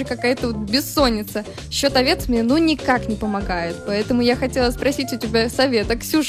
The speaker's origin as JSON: {"language": "Russian", "region": "Saint Petersburg", "country": "Russia", "moved": "yes", "lives_now": "Anadyr, Russia", "said": "Вот я, как жительница из Петербурга, весьма сильно ощущаю на себе белые ночи в Анадыре."}